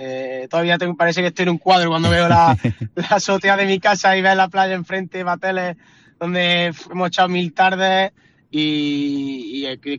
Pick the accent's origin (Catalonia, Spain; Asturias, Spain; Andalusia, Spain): Andalusia, Spain; Montilla; Los años en Montilla, que para mí jugar en mi pueblo y ganar con mi pueblo ha sido algo brutal.